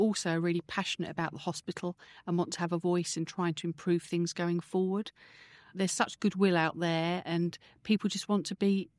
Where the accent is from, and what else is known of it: Camberley, South East England, United Kingdom